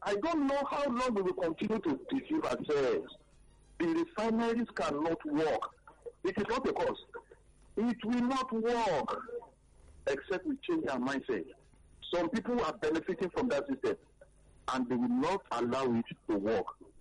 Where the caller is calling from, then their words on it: Lagos, Nigeria; Yes, I'm calling from Ipaja here.